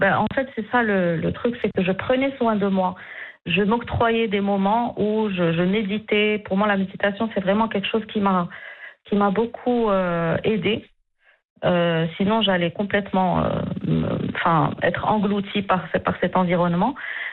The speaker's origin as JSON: {"language": "French", "country": "Morocco", "tie": "born or raised there", "moved": "yes"}